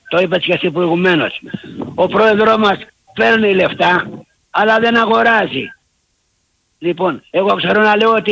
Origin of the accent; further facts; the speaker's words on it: Pigadia, South Aegean, Greece; Είμαι από την Πηγάδα, Πηγαδιώτης.